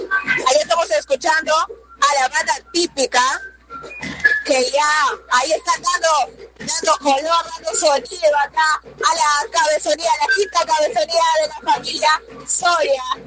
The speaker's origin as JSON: {"language": "Spanish", "town": "Lamas", "region": "San Martín", "country": "Peru", "said": "para los que somos el mismo de Lamas"}